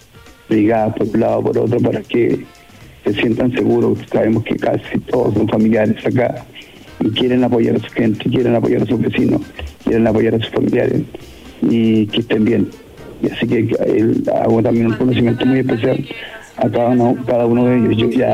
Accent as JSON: {"language": "Spanish", "town": "La Ligua", "region": "Valparaíso", "country": "Chile", "tie": "born or raised there", "said": "Bueno, yo soy nacido y criado acá en La Ligua, soy liguano, liguano, porque acá nos diferenciamos cuando uno nace en La Ligua, liguano"}